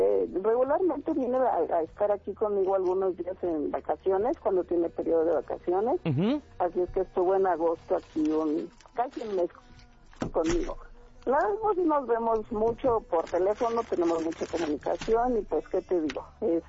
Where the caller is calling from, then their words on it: Valle de Chalco, State of Mexico, Mexico; Aquí en Valle de Chalco, de Estado de México.